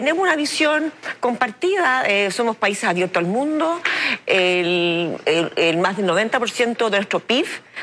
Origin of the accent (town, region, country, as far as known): Chile